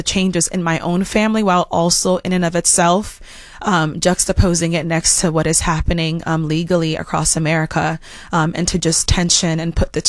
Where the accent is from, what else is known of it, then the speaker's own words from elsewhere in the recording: Columbus, United States; the house that I grew up in Columbus